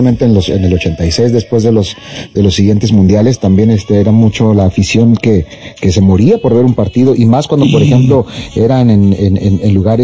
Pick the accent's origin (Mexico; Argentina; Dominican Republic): Mexico; disfrutemos del mundial juntos como familia mexicana que somos.